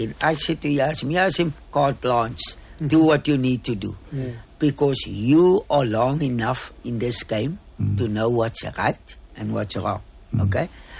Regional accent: Atlantis, Western Cape, South Africa; Okay, firstly, I grew up in Atlantis.

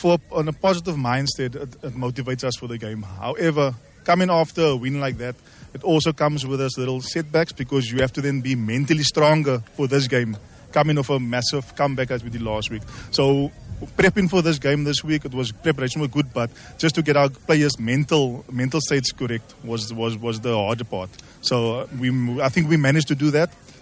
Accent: Mitchells Plain, Western Cape, South Africa; growing up in Mrs. Plain

